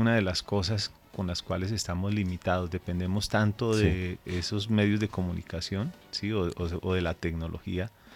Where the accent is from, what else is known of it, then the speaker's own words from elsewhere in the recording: Colombia; also born or lived in Caracas, Venezuela; Tengo familia allá, de hecho soy nacido en Caracas, criado aquí en Colombia desde los 2 años.